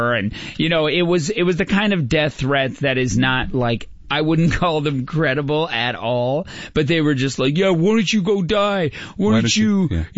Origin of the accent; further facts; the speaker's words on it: Newfoundland and Labrador, Canada; Of all, I grew up in Newfoundland. Okay, you want to talk about you think you're a white supremacist? Go to Newfoundland.